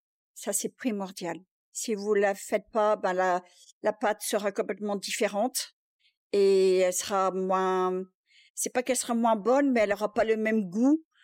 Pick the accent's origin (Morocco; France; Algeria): France; moved away; comme je suis française